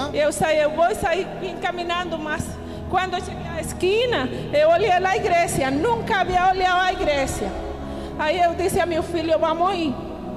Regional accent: Venezuela; Portuguese is a second language; now in Brazil; Eu sou venezuelana, hein? Eu moro aqui em Vila Nova.

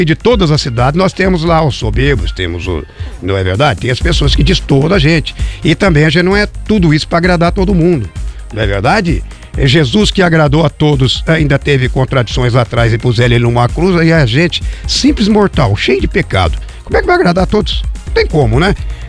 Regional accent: Jacarezinho, Paraná, Brazil; now in Santo Antônio da Platina, Brazil; Eu não sou platinense, eu sou jacarezinhense, mas eu amo o Santo Antônio da Platina como se fosse a minha terra.

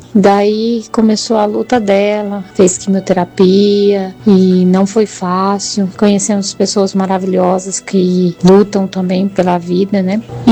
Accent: Bertioga, São Paulo, Brazil; sou de Bertioga e tenho um testemunho para dar.

